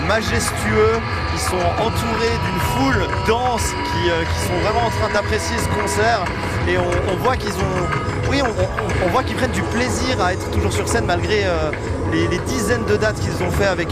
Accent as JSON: {"language": "French", "region": "Fribourg", "country": "Switzerland", "said": "parce que je suis fribourgeois."}